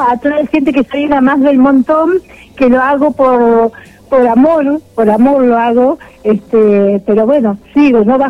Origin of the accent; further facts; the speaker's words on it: Cervantes, Río Negro, Argentina; y más en mi pueblo.